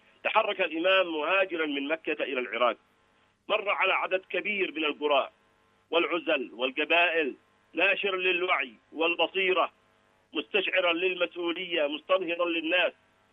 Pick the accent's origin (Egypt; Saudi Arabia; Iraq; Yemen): Yemen; وإحنا كشعب يمني هكذا نقول